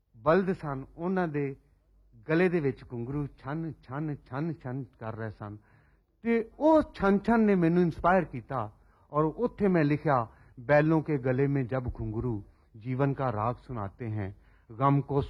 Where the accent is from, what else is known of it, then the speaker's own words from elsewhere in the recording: Punjab, India; now in Mumbai, India; ਜਿਹੜਾ ਪੰਜਾਬ ਵਿੱਚ ਜੰਮਿਆ ਪਲਿਆ ਔਰ ਵੱਡਾ ਹੋਇਆ ਨਾ, ਉਹ ਫਿਰ ਉਹਨੂੰ ਪੰਜਾਬ ਦਾ ਰੰਗ ਜੋ ਮਜ਼ਾ ਦਿੰਦਾ ਨਾ, ਉਹ ਹੋਰ ਕੋਈ ਰੰਗ ਨਹੀਂ ਦੇ ਸਕਦਾ। ਮੈਨੂੰ 30 ਸਾਲ ਹੋ ਗਏ ਨੇ ਬੰਬਈ ਦੇ ਵਿੱਚ ਆਇਆ ਹਾਂ।